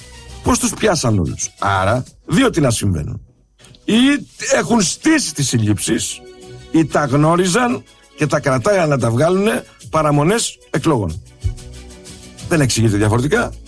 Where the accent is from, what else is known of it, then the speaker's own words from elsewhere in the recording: Greece; εύχομαι σαν Έλληνας πολίτης